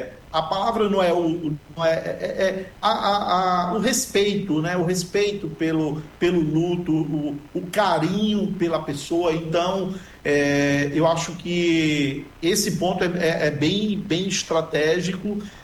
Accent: North and Northeast, Brazil; de todos nós que somos do Norte e Nordeste.

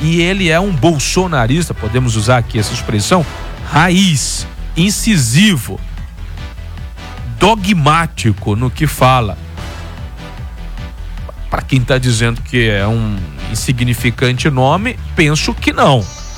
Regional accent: Alagoas, Brazil; moved away; lá do meu estado de Alagoas

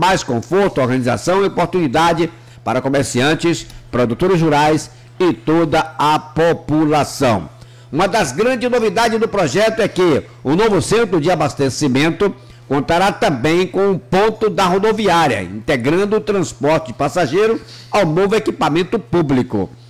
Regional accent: São Félix, Bahia, Brazil; minha terrinha natal. Cidade de São Félix, no Recôncavo Baiano

